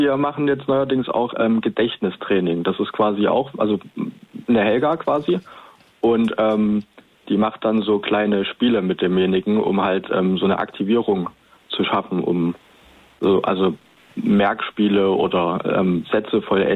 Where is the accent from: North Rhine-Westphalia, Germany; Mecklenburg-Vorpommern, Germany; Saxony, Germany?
Saxony, Germany; Leipzig; Also wir kommen aus Leipzig, wir sind tatsächlich also in Ostdeutschland zugange.